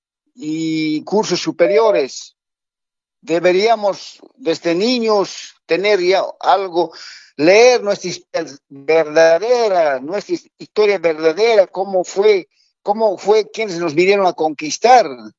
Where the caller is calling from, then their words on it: Warnes Province, Santa Cruz, Bolivia; Desde la provincia de Guarnes, Comunidad Buena Fe.